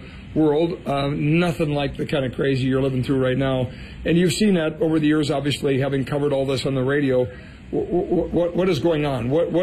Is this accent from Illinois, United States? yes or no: no; Montevideo, Minnesota, United States; I grew up in Montevideo, Minnesota, 2 hours straight west of here